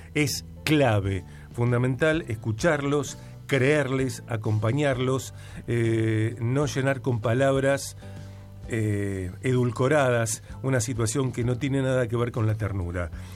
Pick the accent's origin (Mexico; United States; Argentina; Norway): Argentina; Rosario, Santa Fe; soy rosarino, soy pampeano, somos pampeanos, estamos en el corazón de la pampa húmeda.